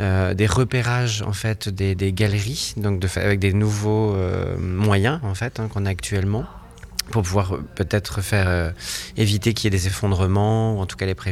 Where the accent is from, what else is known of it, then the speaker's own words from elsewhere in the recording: Hauts-de-France, France; même si je viens du Nord